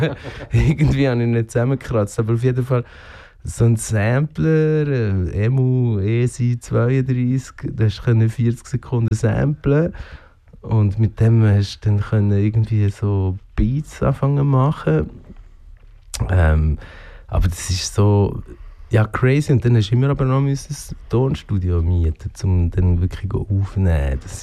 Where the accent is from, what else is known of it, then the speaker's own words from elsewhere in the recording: Biel, Bern, Switzerland; In Biel aufgewachsen